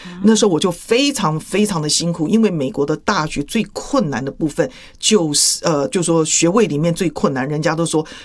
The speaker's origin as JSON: {"language": "Chinese", "country": "Taiwan", "moved": "yes", "said": "因为我们台湾学普通话中文呢需要当我在念那个学注音符号的时候"}